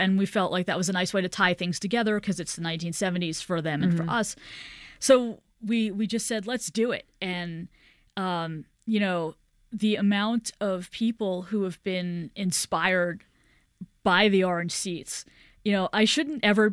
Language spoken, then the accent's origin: English; New York, United States; But I mean, again, you know, as a New Yorker, don't you feel trapped in many situations?